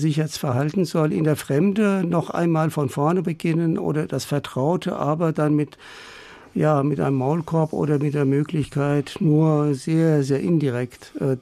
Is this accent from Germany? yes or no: yes; Germany; Ja, also ich bin ja auch hier in Deutschland aufgewachsen und kann das so ein bisschen nur von der Perspektive von hier aus auf den Iran beurteilen, natürlich anders als Sie und viele andere gebürtige Deutsche.